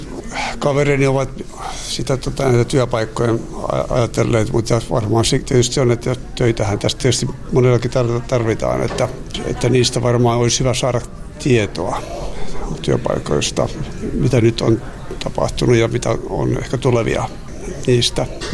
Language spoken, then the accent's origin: Finnish; Satakunta, Finland; ja samoin tästä naapurista kilometrin päästä suurin piirtein.